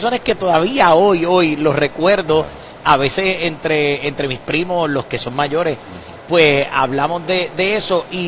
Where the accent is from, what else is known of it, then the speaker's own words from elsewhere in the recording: Toa Baja, Puerto Rico; also born or lived in Utuado / San Juan; Me crié en Toa Baja.